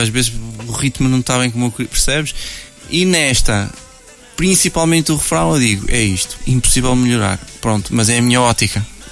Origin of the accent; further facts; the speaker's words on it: Cinfães, Norte, Portugal; moved away; also born or lived in Santarém; também mudei de vida, de Santarém para Sinfãs, minha terra natal.